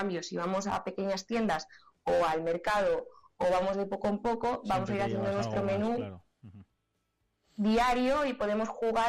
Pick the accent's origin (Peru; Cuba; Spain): Spain; Fuente-Armejil, Castile and León; pues pasa en muchos pueblos de Soria, por ejemplo. Sin ir más lejos, mi pueblo es Fuente-Armejil. Nos tenemos que desplazar prácticamente 20 kilómetros hasta la tienda más cercana de alimentación.